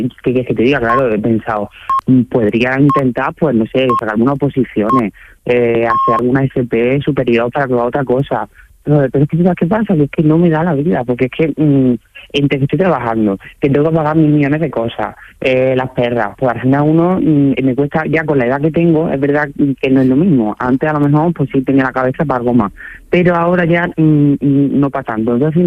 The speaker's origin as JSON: {"language": "Spanish", "town": "Córdoba", "region": "Andalusia", "country": "Spain", "tie": "born there", "also_born_or_lived": "Seville / Granada", "moved": "yes", "lives_now": "Málaga, Spain", "said": "Pues mira, yo soy nacido en Córdoba. Entonces, pues, en mi ciudad, evidentemente, en Sevilla, en Granada y en Málaga, que es donde estoy a día de hoy viviendo y trabajando."}